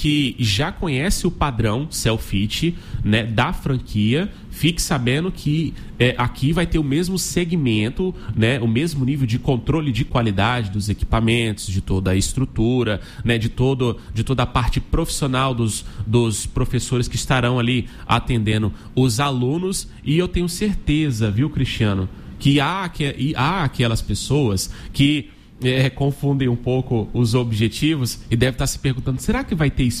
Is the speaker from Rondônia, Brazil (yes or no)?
yes; Ji-Paraná, Rondônia, Brazil; a minha cidade natal é Ji-Paraná